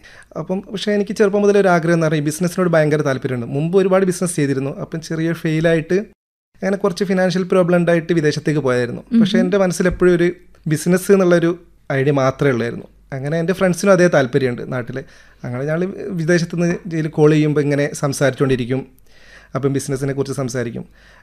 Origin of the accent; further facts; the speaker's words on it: Balussery, Kerala, India; ഞാൻ കോഴിക്കോട് ജില്ലയിൽ ബാലുശ്ശേരി എന്ന സ്ഥലത്ത് നിന്നാണ് വരുന്നത്.